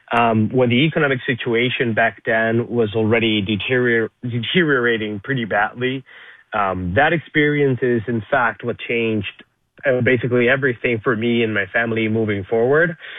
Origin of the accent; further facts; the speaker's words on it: Venezuela; moved away; For somebody like me that was born and raised in Venezuela and lived like 27 years or so of socialism and communism